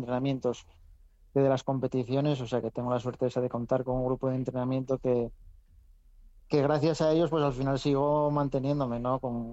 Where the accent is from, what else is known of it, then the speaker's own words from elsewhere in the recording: Ribadesella, Asturias, Spain; Bueno, a ver, yo soy de Ribadesella y entreno en Ribadesella